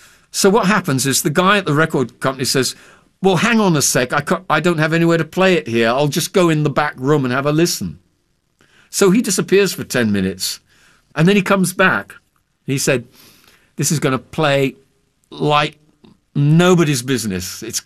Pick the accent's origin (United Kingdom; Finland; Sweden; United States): United Kingdom; England; he knew I, as an Englishman, I loved puns.